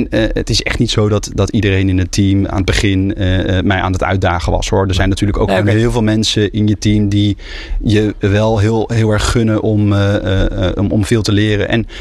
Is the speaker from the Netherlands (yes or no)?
yes; Netherlands